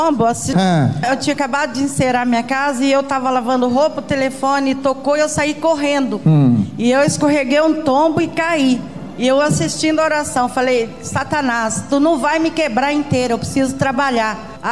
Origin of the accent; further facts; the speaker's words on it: Sabáudia, Paraná, Brazil; Sou de Sabáudia